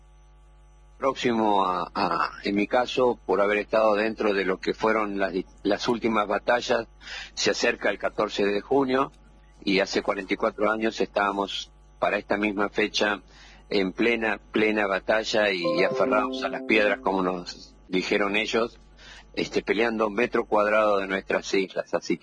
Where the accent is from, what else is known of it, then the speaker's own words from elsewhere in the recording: Tucumán, Argentina; born there; Soy tucumano de nacimiento, nací de Berta y Rubén